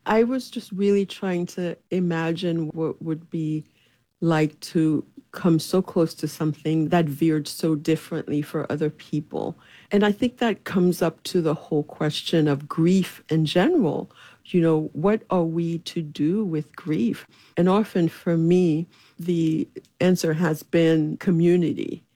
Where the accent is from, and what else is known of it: Haiti